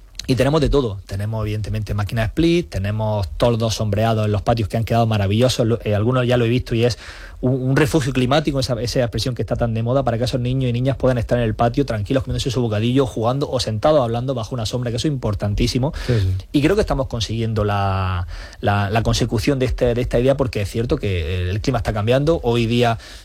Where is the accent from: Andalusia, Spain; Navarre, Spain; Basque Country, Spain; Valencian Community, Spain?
Andalusia, Spain; Aquí los que somos de Poniente voy a utilizar esa expresión